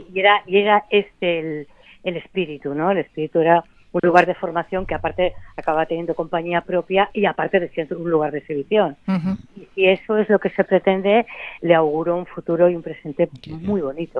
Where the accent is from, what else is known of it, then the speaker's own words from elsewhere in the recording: Getafe, Community of Madrid, Spain; Aunque nacimos en Madrid, yo estuve pues como en la adolescencia viviendo en Getafe.